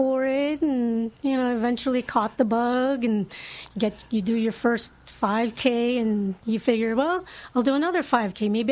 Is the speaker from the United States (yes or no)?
yes; Chicago, Illinois, United States; moved away as an adult; now in Las Cruces, United States; Well, I'm from Illinois. South suburbs, actually from the south side of Chicago. And my husband and I moved here about 6 years ago.